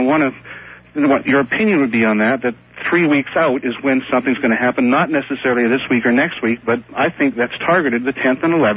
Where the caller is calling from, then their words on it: Western Canada, Canada; I'm calling from Western Canada.